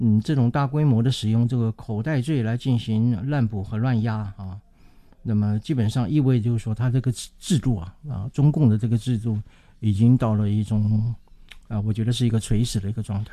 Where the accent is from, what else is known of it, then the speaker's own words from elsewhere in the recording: Taiwan; 我们台湾人